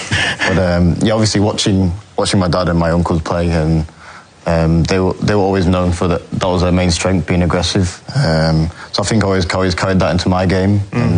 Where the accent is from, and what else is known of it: England, United Kingdom; born or raised there